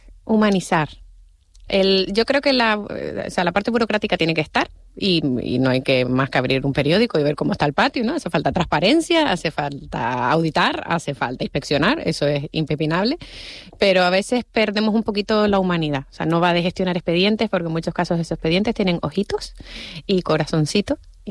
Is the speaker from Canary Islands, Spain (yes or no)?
yes; Canary Islands, Spain; yo amo mi tierra, la llevo siempre por bandera, me encanta, y me permitió conocer muy bien nuestra isla